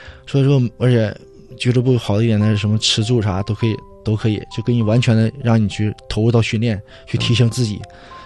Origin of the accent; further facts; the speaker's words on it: Wangqing, Jilin, China; moved away; 可能我家是延边的嘛，延边王兴那边可能来坐个四五小时车，高铁两三小时到了，还更方便一些。